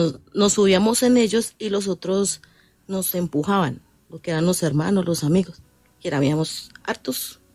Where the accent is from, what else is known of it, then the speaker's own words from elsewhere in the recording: Coello, Tolima, Colombia; now in Bogotá, Colombia; desde niña, tenemos una cuando nosotros somos de Tierra Caliente, del pueblo llamado Coello.